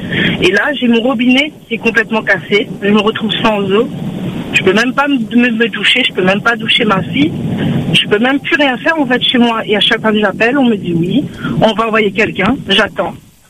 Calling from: Saint-Benoît, Réunion; j'habite à Saint-Benoît.

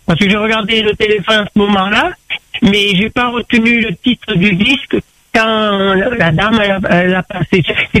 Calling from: Saint-Joseph, Réunion; je suis à Saint-Joseph.

